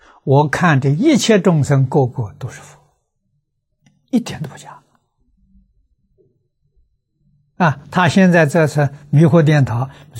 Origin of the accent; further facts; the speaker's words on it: China; 我们中国人叫氛围啊，